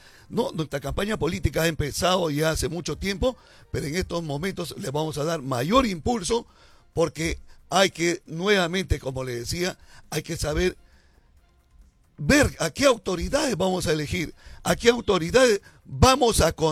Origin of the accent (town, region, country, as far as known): Piura, Peru